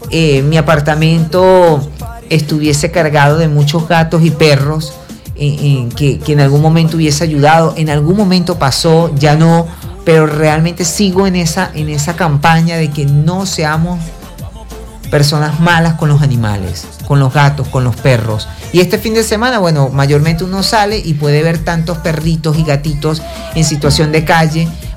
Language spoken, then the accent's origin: Spanish; Venezuela; somos venezolanos de bien, somos gente luchadora, gente buena